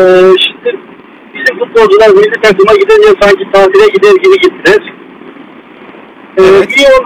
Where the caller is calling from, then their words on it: Istanbul, Turkey; arıyorum ben.